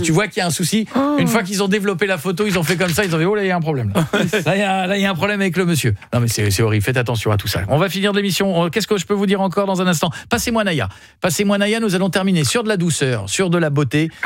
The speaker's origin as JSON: {"language": "French", "region": "Hauts-de-France", "country": "France", "tie": "born or raised there", "said": "Moi, j'ai grandi en Picardie"}